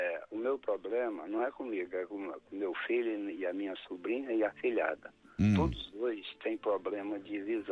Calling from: Brasília, Federal District, Brazil; Padre, eu falo aqui de Brasília, né?

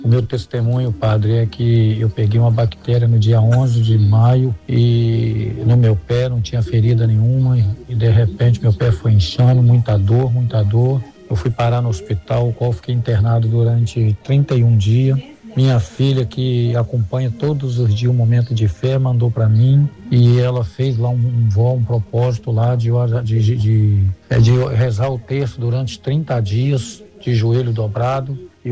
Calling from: Rio de Janeiro, Brazil; Sou daqui do Rio de Janeiro

